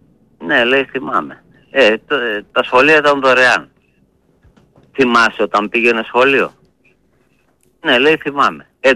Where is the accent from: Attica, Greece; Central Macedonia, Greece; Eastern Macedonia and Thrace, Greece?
Central Macedonia, Greece; born there; moved away as an adult; now in Thessaloniki, Greece; το χωριό μου είναι 60 χιλιόμετρα, δεν είναι μακριά.